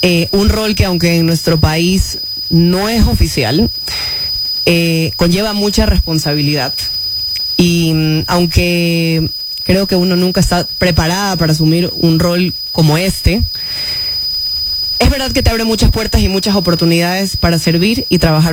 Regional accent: Guayaquil, Guayas, Ecuador; born there; also born or lived in Chone, Manabí, Ecuador / Galápagos Islands, Ecuador; Hasta los 6 años más o menos. Chiquita. Viví hasta los 6 años, chiquita. Mi papá se mantuvo viviendo en las Islas Galápagos. Yo me fui a vivir a Guayaquil junto a mi mamá. Iba, regresaba cuando tenía la oportunidad de visitar a mi papá. Mi papá también me venía a visitar a la ciudad. Y luego creé mis raíces en Guayaquil.

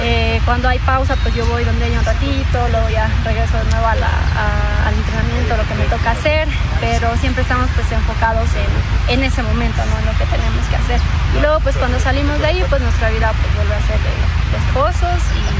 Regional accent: Ibarra, Imbabura, Ecuador; moved away as an adult; de mi tierra, en Imbabura

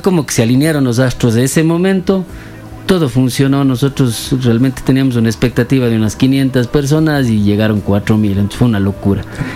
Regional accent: Yunguilla, Azuay, Ecuador; Yo crecí en Yunguilla, prácticamente todas las vacaciones en Yunguilla, y ahí había este punto de encuentro que era La Molienda.

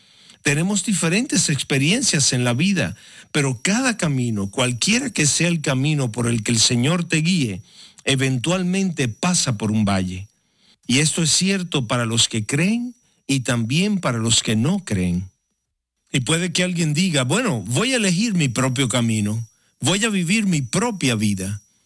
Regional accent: Edinburgh, Scotland, United Kingdom; moved away as an adult; also born or lived in London; now in Chicago, United States; No tengo el acento de Chicago, soy de Edimburgo, Escocia. Nací y crecí en Escocia y luego serví en Londres durante 16 años como pastor de una iglesia allá. Y luego los últimos 26 años aquí. Pero no he podido perder el acento

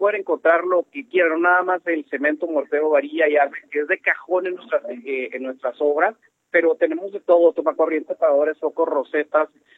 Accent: Camargo, Mexico; el barrio de La Marranera es un barrio en donde crecí yo personalmente, creció mi papá, de ahí somos.

